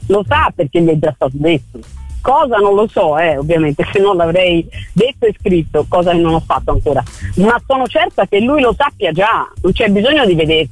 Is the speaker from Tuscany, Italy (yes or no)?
yes; Florence, Tuscany, Italy; questo lo riconosco da Fiorentina, siamo una città particolare